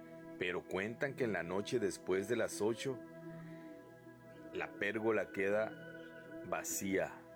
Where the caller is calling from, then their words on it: Tijuana, Baja California, Mexico; Saludos y bendiciones desde Tijuana